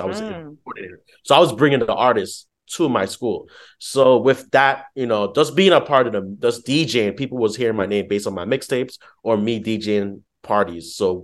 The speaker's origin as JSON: {"language": "English", "town": "Bronx", "region": "New York", "country": "United States", "said": "You know, we're both from the Bronx. You know, we're both immigrants. We're Caribbean and Afro."}